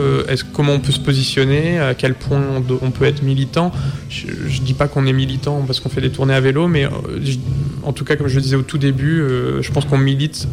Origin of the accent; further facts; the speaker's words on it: Hauts-de-France, France; une région que je connais bien parce que je viens de la Somme au départ, toute ma famille de longue date et de la Somme et Picarde.